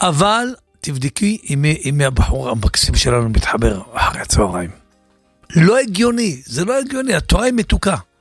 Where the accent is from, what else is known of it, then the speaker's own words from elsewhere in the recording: Safed, Northern District, Israel; moved away; הסתכלתי גם שזה עיר מולדתי